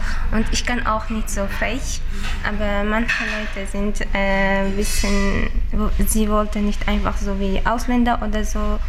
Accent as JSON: {"language": "German", "country": "Uzbekistan", "second_language": "German", "moved": "as an adult", "lives_now": "Germany", "said": "ich bin 24 Jahre alt. Ich komme aus Usbekistan. Früher war ich Opernmädchen. Ich bin seit 1,5 Jahren in Deutschland."}